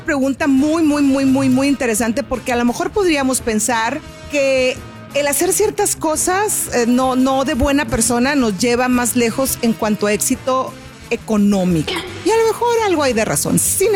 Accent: Mexico; finalmente somos mexicanas

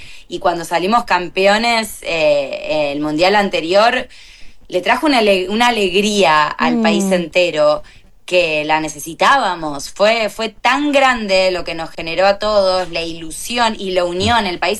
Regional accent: Argentina; Sin dudas, los argentinos estamos muy acostumbrados a sufrir

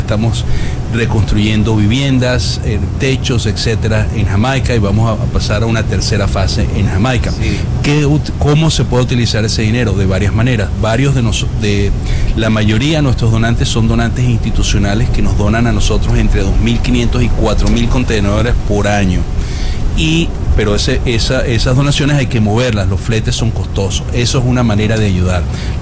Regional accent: Caracas, Capital District, Venezuela; moved away; yo soy de esa área. Yo crecí en Caracas, ¿verdad? En Caracas, Venezuela, que fue afectado en parte, no tanto como La Guaira, pero La Guaira queda 40 minutos de donde es mi casa.

